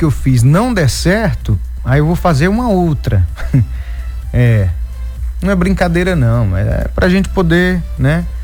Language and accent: Portuguese; Brazil; eu vou continuar sendo brasileiro com muito orgulho, entendeu?